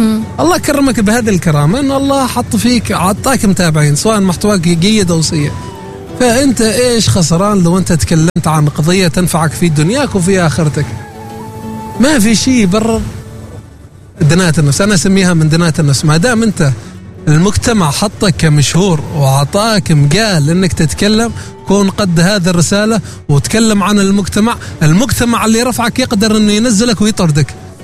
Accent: Salalah, Dhofar, Oman; هذا مثل هذا مثل عندنا في صلالة يقول لك والكلام ليش يا جارة

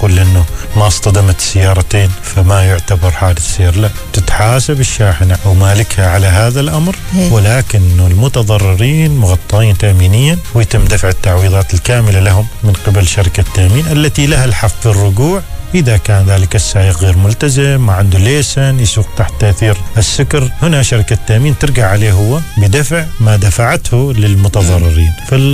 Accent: Oman; عندنا في عمان

